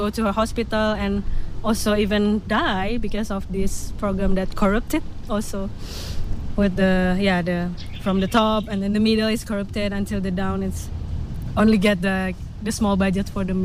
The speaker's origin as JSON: {"language": "English", "town": "Medan", "region": "North Sumatra", "country": "Indonesia", "tie": "born or raised there", "second_language": "English", "moved": "as an adult", "lives_now": "East Java, Indonesia", "said": "I'm based in between East Java, one city in East Java, and also my hometown in Medan, not Sumatra. But now I'm visiting Darwin."}